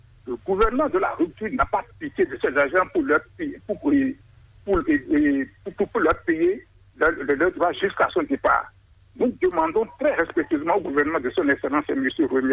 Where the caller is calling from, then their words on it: Ouèdo, Atlantique, Benin; Je vous appelle depuis Ouamé.